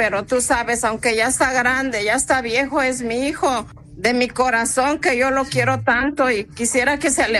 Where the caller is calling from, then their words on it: Corona, California, United States; En Corona, cerca de donde vivimos. Yo vivo en Corona, California